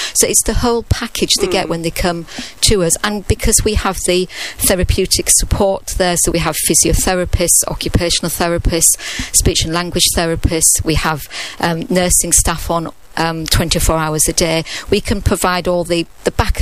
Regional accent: Hull, Yorkshire and the Humber, United Kingdom; I grew up in Hull. This song transports me back to school discos

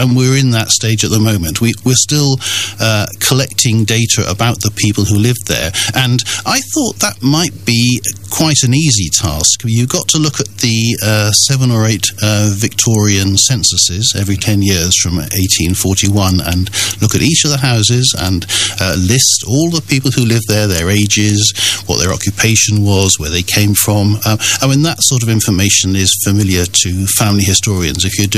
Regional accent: Cheltenham, South West England, United Kingdom; born there; I was born in Cheltenham. When I came back to Cheltenham about 5 years ago

